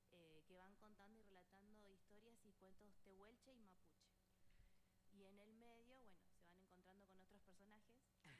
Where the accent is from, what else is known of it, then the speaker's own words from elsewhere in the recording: Rawson, Chubut, Argentina; Yo soy de Rawson, de Chubut, la capital del Chubut.